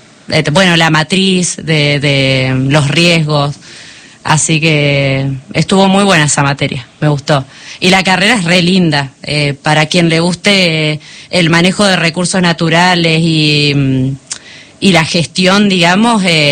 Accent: Pellegrini, Argentina; born or raised there

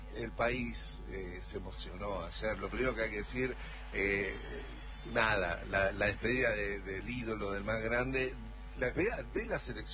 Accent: Argentina; qué nos gustó menos, porque así somos los argentinos.

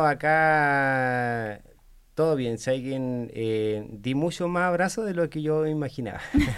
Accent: Punta Arenas, Magallanes, Chile; Nosotros somos de Punta Arenas, allá igual está Sentir.

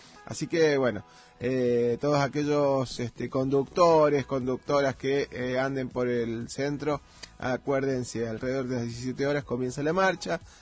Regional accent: Argentina; nosotros, como argentinos, como latinoamericanos, quedamos muy expuestos.

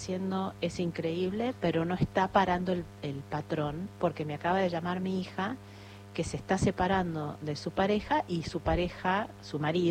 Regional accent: Buenos Aires, Argentina; born there; Yo nací en Capital

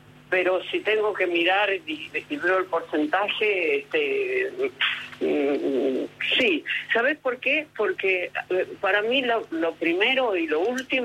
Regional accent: Buenos Aires, Argentina; also born or lived in Mar del Plata; No, muy temprano. Me fui muy temprano. Así que soy porteña, digamos.

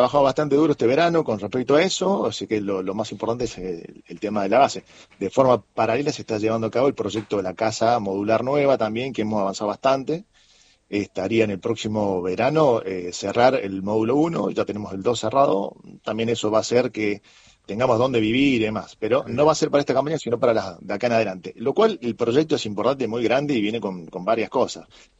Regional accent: Argentina; somos argentinos y cada uno con su cábala

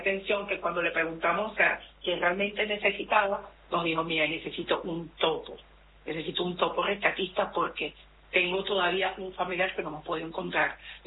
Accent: Venezuela; Es increíble la solidaridad que ha tenido mi pueblo, porque yo soy venezolana

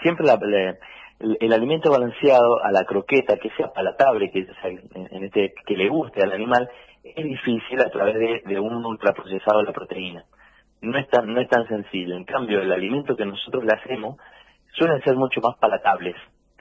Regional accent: Real del Padre, Mendoza, Argentina; Yo soy de Real del Padre.

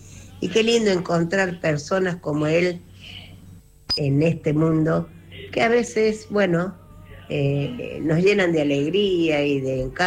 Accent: Córdoba, Argentina; Soy la cordobesa de pura cepa

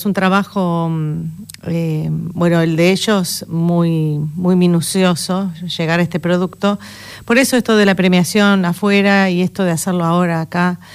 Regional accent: La Plata, Buenos Aires Province, Argentina; yo vengo de la ciudad de La Plata, me siento pequeña igual.

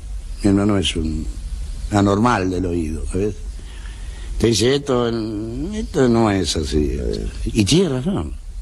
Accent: Buenos Aires, Argentina; born or raised there

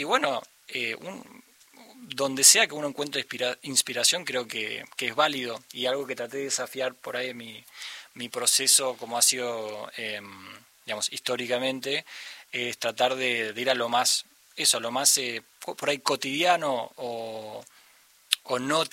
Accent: Argentina; born there; first language Spanish; nací hablando los dos a la par, o sea, soy muy bilingüe. Pero lo que pasó es cuando vine a Argentina, cuando tenía 6 años, se dio vuelta así rotundamente. Y hoy por hoy, sí, el español es mi primer idioma.

